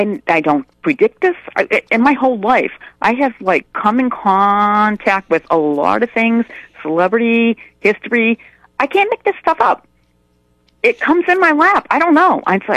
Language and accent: English; Webster, Massachusetts, United States; Pertaining to Clara Barton, I'm from Webster, Mass., and I can't get any closer to Clara Barton's birthplace in Oxford, North Oxford, Mass.